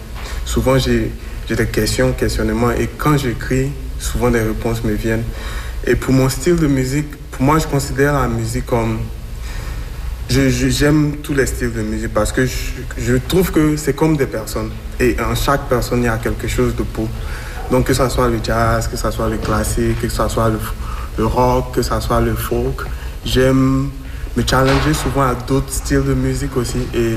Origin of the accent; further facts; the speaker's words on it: Côte d’Ivoire; moved away; Quand je viens de la Côte d'Ivoire, de l'Afrique